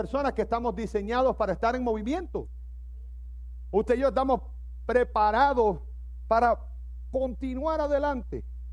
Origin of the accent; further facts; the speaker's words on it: Cuba; moved away as an adult; now in United States; yo soy cubano, viví 20 años allí.